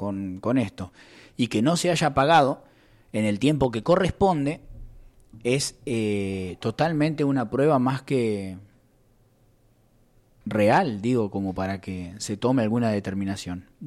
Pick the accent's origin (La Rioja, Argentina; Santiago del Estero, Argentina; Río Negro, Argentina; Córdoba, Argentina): Río Negro, Argentina; Sierra Colorada; Tanto que me canso de hablar de mi pueblo, mi querido Sierra Colorada y qué sé yo cuántas cosas más